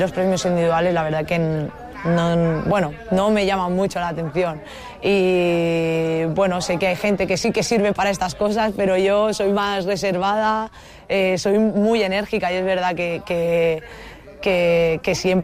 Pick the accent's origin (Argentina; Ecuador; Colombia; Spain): Spain; Balearic Islands; presión nos quitamos porque evidentemente somos cuatro mallorquinas y muchísima gente nos escribe y estamos en nuestra casa